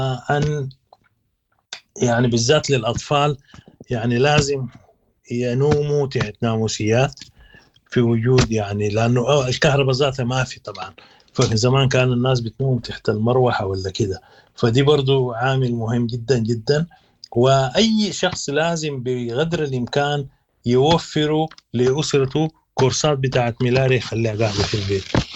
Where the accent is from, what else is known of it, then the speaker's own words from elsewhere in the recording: Sudan; كسودانيين